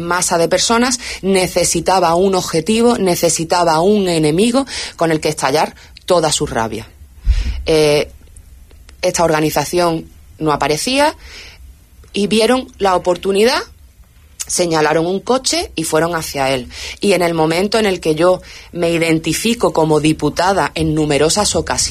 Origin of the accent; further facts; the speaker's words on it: Ceuta, Spain; nuestra ciudad